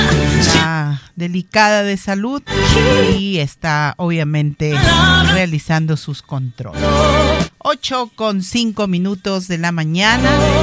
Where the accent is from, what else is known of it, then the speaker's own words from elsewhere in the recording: Peru; como buenos peruanos y peruanas